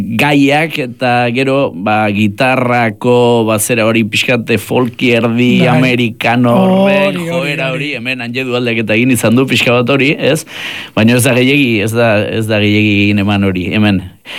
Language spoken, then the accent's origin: Basque; Errenteria, Basque Country, Spain; Bai, ba, ni Santa Clara kalean sortu nintzen Errenterian